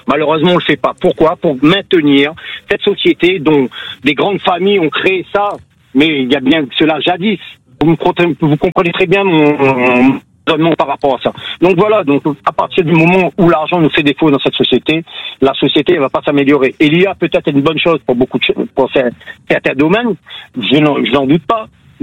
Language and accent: French; Réunion, France; now in Canet-en-Roussillon, France; Moi, je viens de l'île de la Réunion. Ça fait pas longtemps que je suis ici. Je suis sur Canet en Roussillon.